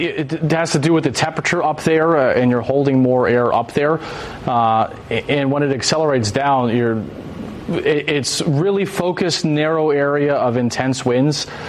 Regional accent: Connecticut, United States; I'm from Connecticut, and I think some of my friends from New England who are big fans of your show

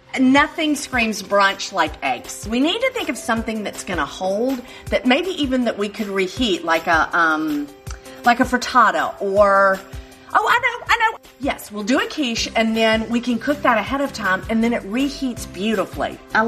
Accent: Oxford, Mississippi, United States; an outdoor brunch in my hometown, Oxford, Mississippi.

